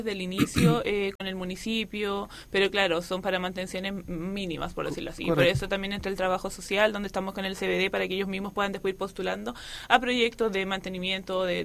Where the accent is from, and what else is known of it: Yungay, Ñuble, Chile; born there; moved away as an adult; also born or lived in Concepción